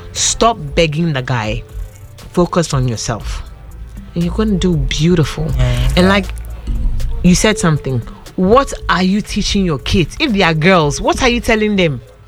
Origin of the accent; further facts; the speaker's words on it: Accra, Greater Accra, Ghana; also born or lived in La; I grew up in Osu.